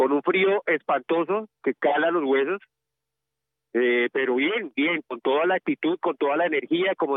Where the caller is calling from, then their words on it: Bogotá, Colombia; Desde Engativá, Villas de Granada, exactamente.